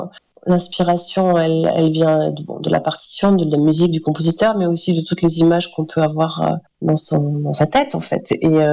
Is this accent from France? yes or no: yes; Montpellier, Occitanie, France; moved away; je viens régulièrement, oui, parce que c'est quand même mon pays natal et j'y suis très attachée.